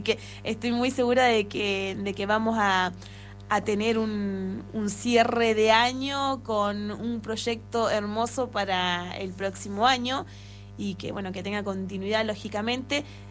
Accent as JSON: {"language": "Spanish", "town": "Zapala", "region": "Neuquén", "country": "Argentina", "tie": "born or raised there", "said": "Yo nací en Zapala, estudié en otro lugar, pero bueno, volví a los 15 años a Zapala, ya tengo 40."}